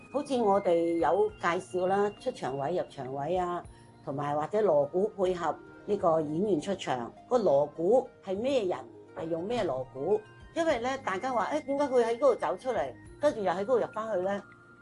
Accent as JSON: {"language": "Cantonese", "country": "Macau", "tie": "born or raised there", "said": "我咧就係、是、澳門啦，土生土長嘅，咁但係咧就係、是、我係佛山人。"}